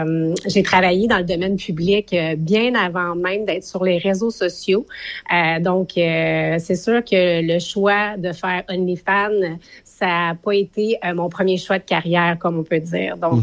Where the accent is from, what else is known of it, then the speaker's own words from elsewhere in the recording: Quebec, Canada; now in Rawdon, Canada; moi, je suis gaspésienne d'origine et je suis déménagée à Rawdon.